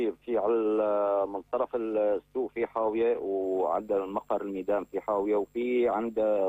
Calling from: Aleppo, Aleppo Governorate, Syria

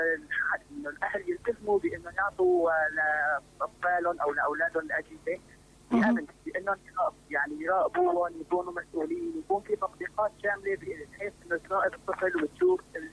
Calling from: Aleppo, Aleppo Governorate, Syria

